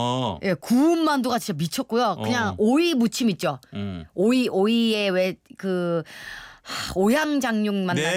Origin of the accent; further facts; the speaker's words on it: Busan, South Korea; moved away; 오늘 지역은 저의 고향 부산 광역시입니다.